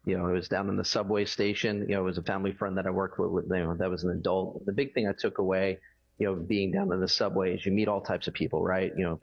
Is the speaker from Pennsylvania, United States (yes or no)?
yes; Philadelphia, Pennsylvania, United States; I grew up in South Philadelphia, right in the city.